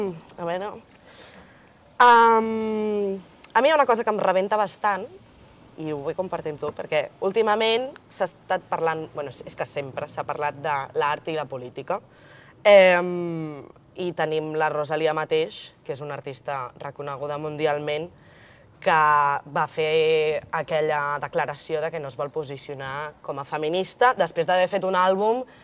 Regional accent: Argentona, Catalonia, Spain; som de la Ginestera, som de la Ginestera.

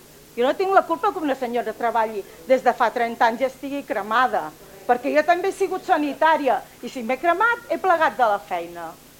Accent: Mataró, Catalonia, Spain; born there; moved away; Jo porto 30 anys visquent aquí. Jo no he nascut aquí, he nascut a Mataró.

